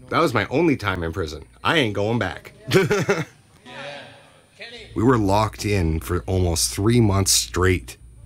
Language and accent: English; Vancouver, British Columbia, Canada; I'm from the Cayuga Checklesset tribe in Vancouver, British Columbia.